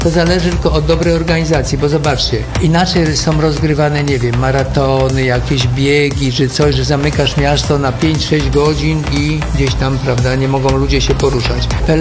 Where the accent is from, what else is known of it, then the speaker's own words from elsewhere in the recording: Gostkowo, Pomeranian Voivodeship, Poland; also born or lived in Kołczygłowy / Bytów; następnej mojej miejscowości, taka miejscowość Gostkowo. Ja tam chodziłem do szkoły podstawowej, tam się wychowywałem, tam spędziłem całe dzieciństwo, które pamiętam